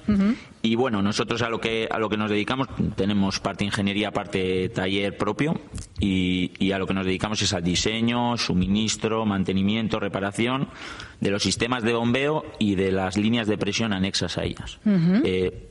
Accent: Basque Country, Spain; somos vascos, vascos, ¿eh?

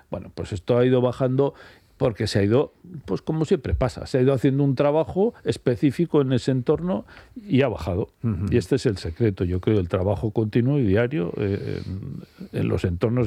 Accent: Basque Country, Spain; ya somos mayorcitos los vascos

